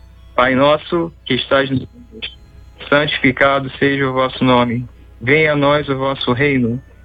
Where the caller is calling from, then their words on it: Magé, Rio de Janeiro, Brazil; eu sou de Magé, diocese de Petrópolis.